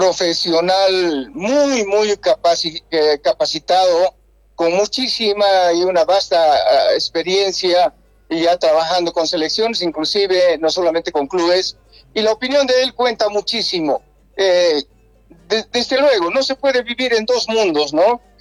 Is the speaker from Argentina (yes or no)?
no; Bolivia; ese sentimiento de pertenencia como boliviano.